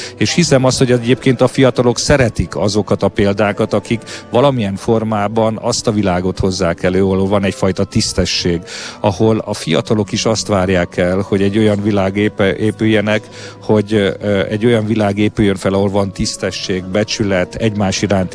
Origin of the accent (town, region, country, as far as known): Transylvania, Romania